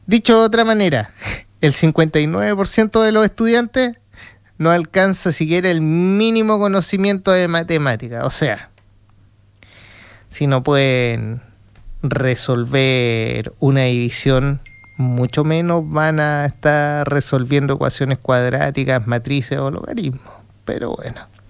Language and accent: Spanish; Chile